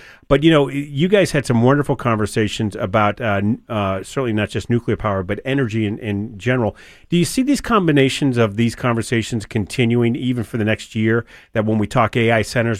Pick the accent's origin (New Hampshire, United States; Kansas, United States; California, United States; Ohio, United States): New Hampshire, United States; Rochester; Rochester, my hometown